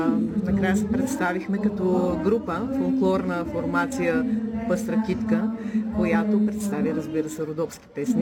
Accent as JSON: {"language": "Bulgarian", "region": "Rhodopes", "country": "Bulgaria", "said": "Благодаря, че отбелязахте това, че съм родопчанка, защото, пак повтарям, най-голямата ми гордост е това, че съм с родопски корени"}